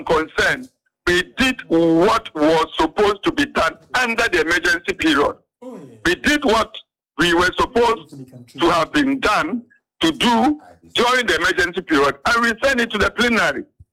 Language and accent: English; Ghana; I did my work as a Ghanaian